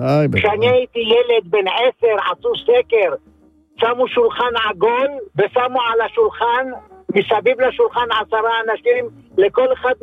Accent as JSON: {"language": "Hebrew", "town": "Tel Aviv-Yafo", "region": "Tel Aviv District", "country": "Israel", "tie": "born or raised there", "said": "אני גדלתי ברחוב 60, תסלח לי, המרכז של העבריינות בשנות ה-50"}